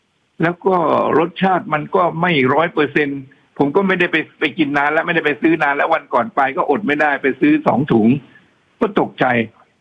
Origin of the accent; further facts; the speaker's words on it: Ayutthaya, Phra Nakhon Si Ayutthaya, Thailand; moved away as an adult; now in Bangkok, Thailand; ผมเนี่ยมันเป็นเด็กที่เกิดในอยุธยาและมันก็เติบโตมีชีวิตอยู่อยุธยาเนี่ยตั้ง 17-18 ปีถึงได้ออกจากอยุธยามากรุงเทพ